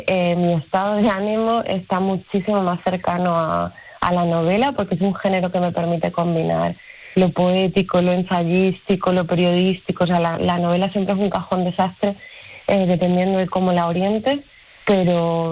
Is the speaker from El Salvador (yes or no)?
no; Badajoz, Extremadura, Spain; also born or lived in Castro del Río, Córdoba / Brazil; Yo crecí en Badajoz, pero toda mi familia es de Córdoba, concretamente de un pueblecito que se llama Castro del Río.